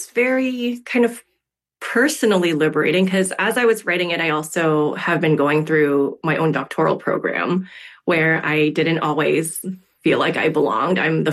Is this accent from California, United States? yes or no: yes; California, United States; the first Asian ethnoburb where I grew up in San Gabriel Valley outside of Los Angeles